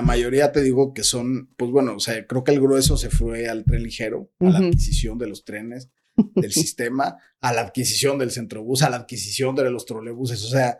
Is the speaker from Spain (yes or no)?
no; Mexico; somos así los mexicanos